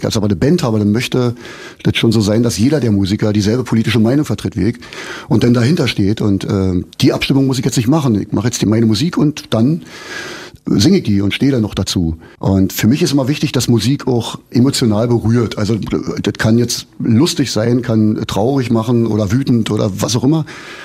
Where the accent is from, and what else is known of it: Brandenburg, Germany